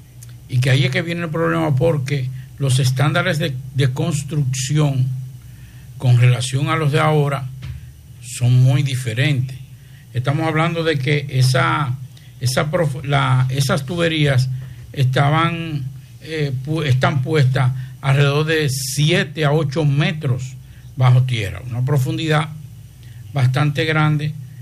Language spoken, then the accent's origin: Spanish; Santiago de los Caballeros, Santiago, Dominican Republic; born there; los que somos de Santiago